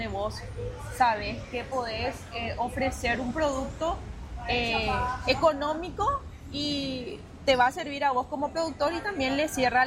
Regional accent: Areguá, Central, Paraguay; Nosotros somos, la mayoría somos de Central. Tenemos gente de, en mi caso soy de Areguá

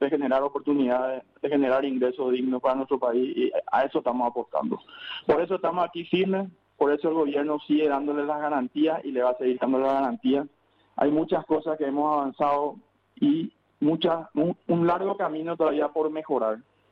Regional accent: Paraguay; pero por sobre todo como productor y como paraguayo, que es lo más importante

